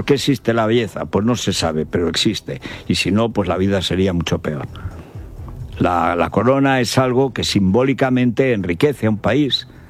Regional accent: Aragon, Spain

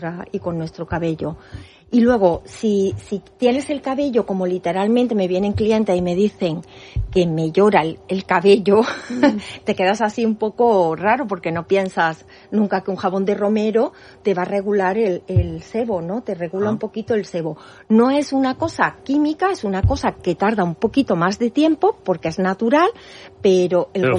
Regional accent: Córdoba, Andalusia, Spain; de una almazara de Córdoba, de mi tierra

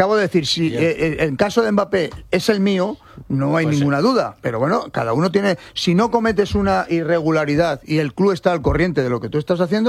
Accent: Madrid, Community of Madrid, Spain; Porque soy de Madrid.

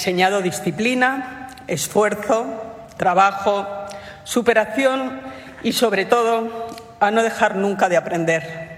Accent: Spain; tener la posibilidad de bailar para los míos en mi ciudad y en mi país.

